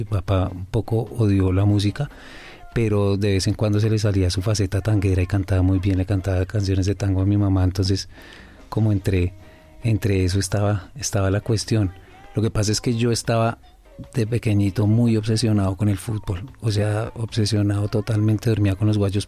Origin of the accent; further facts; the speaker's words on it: Bogotá, Bogotá D.C., Colombia; Yo nací en la ciudad de Bogotá. Mis padres también bogotanos, mi mamá familia bayuna caleña y bueno, sí, 100% rolo, pero también calentano de ratos, no me amaño en el frío, pero me encanta Bogotá.